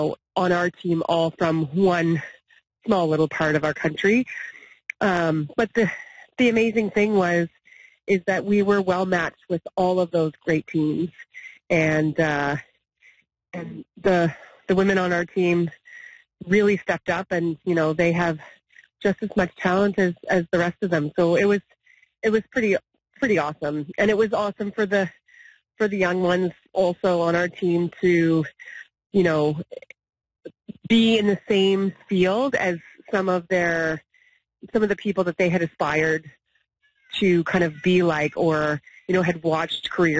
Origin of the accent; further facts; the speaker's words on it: Nova Scotia, Canada; we were all just from this, you know, tiny enclave of Canada.